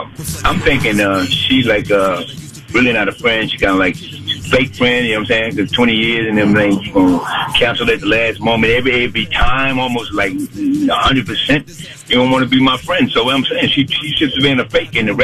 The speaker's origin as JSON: {"language": "English", "town": "Baltimore", "region": "Maryland", "country": "United States", "said": "I'm from Baltimore."}